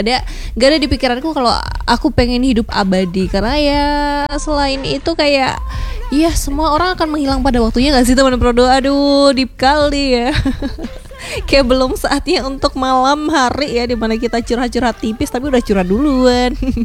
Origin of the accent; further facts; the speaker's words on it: Java, Indonesia; kan aku berasal dari Jawa ya, jadi di Jawa tuh gak terlalu banyak.